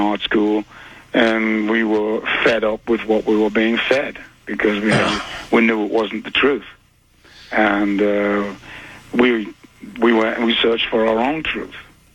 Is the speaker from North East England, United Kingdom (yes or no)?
yes; Newcastle, North East England, United Kingdom; And they were from Ghana, and they were probably the first Africans to show up in my hometown. And they moved up to Newcastle from Manchester, which is a bigger city, much bigger than Newcastle.